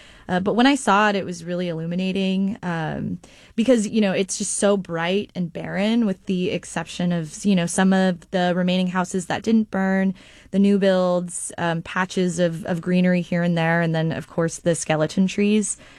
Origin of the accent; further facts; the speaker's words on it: Santa Rosa, California, United States; I'm from Santa Rosa, California, and I lived through the Tubbs Fire in 2017, as well as the Kincaid Fire in 2019.